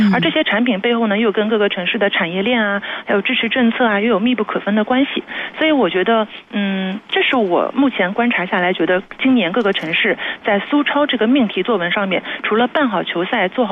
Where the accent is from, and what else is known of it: Jiangsu, China